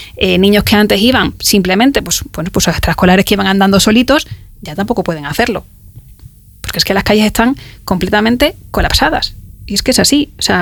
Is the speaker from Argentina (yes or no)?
no; Ceuta, Spain; alguien de Ceuta me parece irrisorio, porque llevamos toda la vida conviviendo